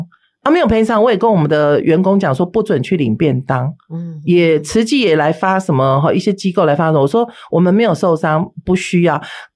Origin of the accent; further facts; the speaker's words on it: Taiwan; 我父母都是外省人，都是外省，都是大陆人哈。好，那我是出生在台湾的外省的第二代。那么我们从小从出生在正宣村里面是没有在拿香拜拜的啊